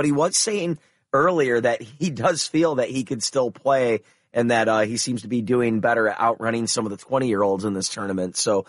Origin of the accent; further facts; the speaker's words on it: United States; I don't want to sound like I'm giving any bias as an American citizen